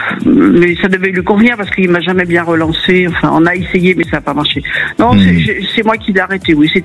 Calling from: Auvergne-Rhône-Alpes, France; Je vous appelle de l'Auvergne.

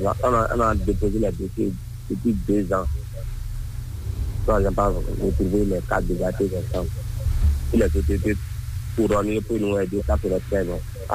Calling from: Ouidah, Atlantique, Benin; depuis Ouida.

